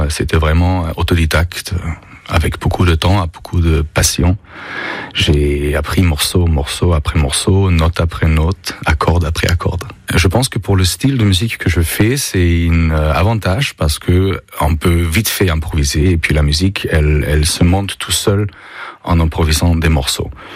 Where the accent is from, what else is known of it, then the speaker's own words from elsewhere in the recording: Innsbruck, Tyrol, Austria; French is a second language; Je viens d'Autriche, Innsbruck, dans les montagnes. Je pense que j'ai toujours écouté la musique quand j'étais enfant, avec mes parents, avec ma sœur.